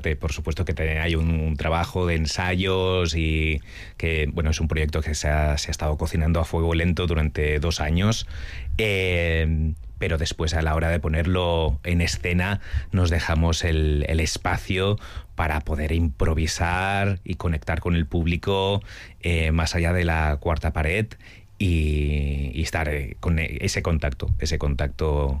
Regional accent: Catalonia, Spain; yo soy catalán

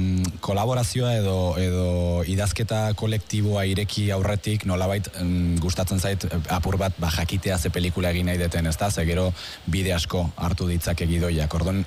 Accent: San Sebastián, Basque Country, Spain; ni Donostiarra naiz, orduan nere kuadria guztia zegoen

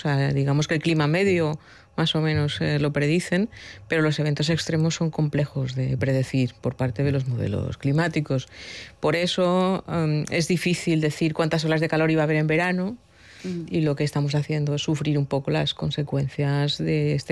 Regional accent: Valencia, Valencian Community, Spain; now in Basque Country, Spain; yo soy de Valencia

